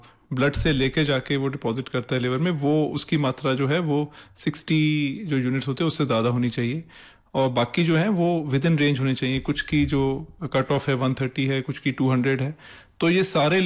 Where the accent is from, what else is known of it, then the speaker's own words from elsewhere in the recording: Punjab, India; मैं पंजाब से हूँ